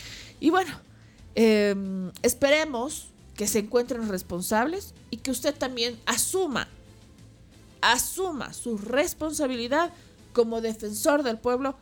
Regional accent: Bolivia; Pero como boliviana, también he sido afectada.

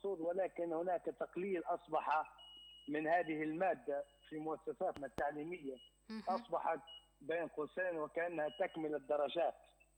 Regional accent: Libya; نتمنى إن شاء الله يا رب يعم السلام على بلادنا ليبيا الحبيبة ونهدي شبابنا

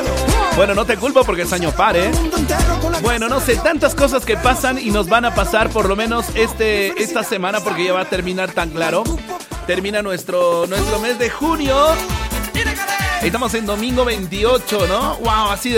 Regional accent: Bolivia; como buenos bolivianos que somos

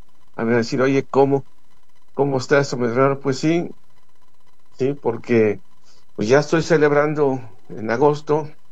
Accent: Mexico; soy muy mexicano, y como soy muy mexicano, muy patriota

